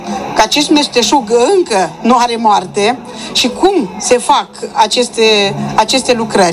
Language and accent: Romanian; Botoșani, Botoșani County, Romania; Venim de la Botoșani … și am venit cu țesături decorative pentru interiorul caselor.